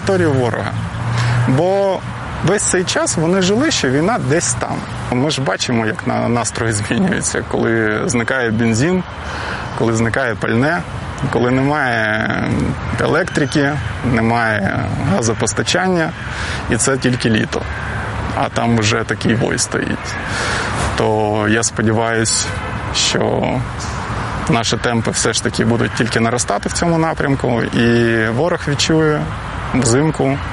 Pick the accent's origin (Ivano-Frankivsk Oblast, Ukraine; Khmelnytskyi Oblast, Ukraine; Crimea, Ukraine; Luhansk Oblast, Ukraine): Crimea, Ukraine; Saky; moved away as an adult; now in Kyiv, Ukraine; обрав, тому що я з Криму.